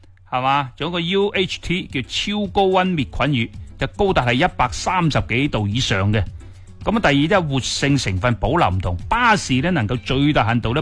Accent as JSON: {"language": "Cantonese", "region": "Guangdong", "country": "China", "said": "凡系我哋广东人煲嗰啲汤啊"}